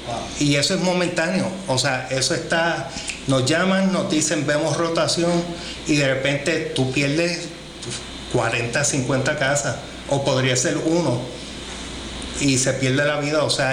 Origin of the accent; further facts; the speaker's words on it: Puerto Rico; also born or lived in San Germán, Puerto Rico / Ponce, Puerto Rico; now in Indiana, United States; Bueno, como puertorriqueño, criado aquí en San Germán, criado en Ponce, y viviendo en Estados Unidos